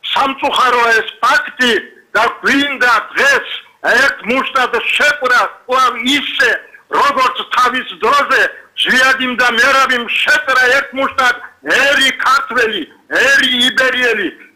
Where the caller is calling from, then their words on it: Abkhazia, Georgia; მე ერთი ვინმე გირეკავთ, აფხაზეთის წარმომადგენელი, მდინარე კოდორის მარცხენა სანაპიროდან.